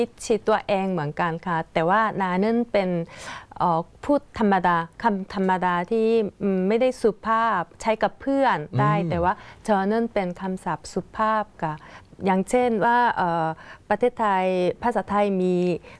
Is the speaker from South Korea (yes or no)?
yes; South Korea; Thai is a second language; moved away; ดิฉันเป็นคนเกาหลีใช่ไหมคะแล้วก็มาจากเกาหลีฮังกุกเอโซวัตซอยฮังกุกเอโซจากเกาหลีวัตซอยมาแล้วก็มาจากเกาหลีค่ะ